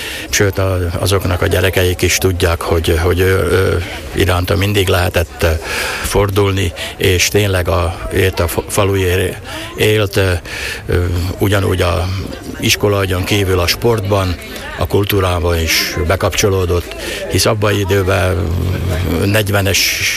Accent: Hodoš, Mura, Slovenia; ilyen pedagógus családból származunk, és én is itt lakok Hodosban, úgyhogy elég gyakran járok itten.

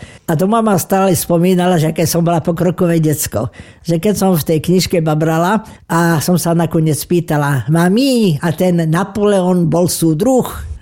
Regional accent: Kežmarok, Prešov Region, Slovakia; born there; Prišli totiž z Prešpúrku, čiže z Bratislavy sem do Kežmarku.

